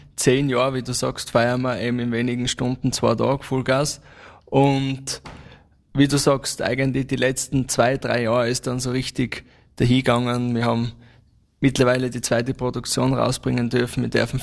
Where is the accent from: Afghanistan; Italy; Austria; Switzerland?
Austria; Styria; ich habe asiatische Wurzeln, die Mama kommt aus Thailand, der Opa war Chines und ich selber bin ein waschechter Steirer